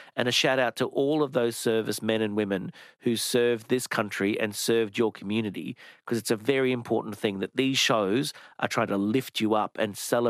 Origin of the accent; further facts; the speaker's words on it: Brisbane, Queensland, Australia; I grew up in Brisbane.